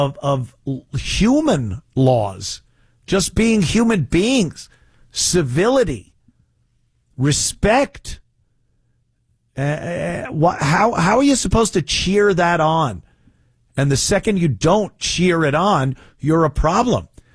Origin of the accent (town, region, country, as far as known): United States